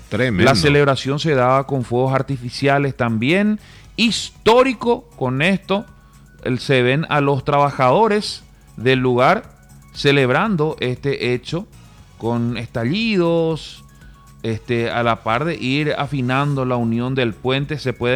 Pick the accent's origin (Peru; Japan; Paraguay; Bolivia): Paraguay; Asunción; Muchas veces hacemos la salida para los que somos de Asunción, hacemos la salida aquí por Falcón.